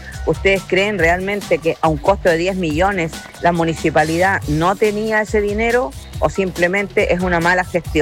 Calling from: Valparaíso, Chile; Nosotros, como junta de vecinos ahí de la Puntilla, San Luis y Placeres

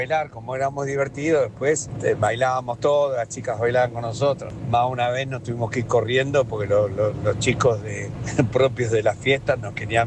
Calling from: Buenos Aires, Argentina; de Parque Chacabuco.

